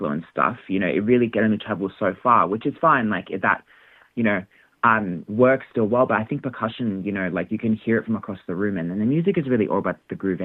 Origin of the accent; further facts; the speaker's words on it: Melbourne, Victoria, Australia; Well, the fun thing is we're all mostly from Melbourne, actually.